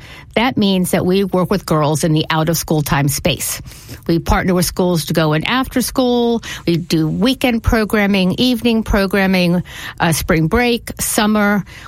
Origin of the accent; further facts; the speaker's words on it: Tulsa, Oklahoma, United States; I still have both my parents in my life. I grew up in Tulsa, Oklahoma, and my father said I could do whatever I wanted to do.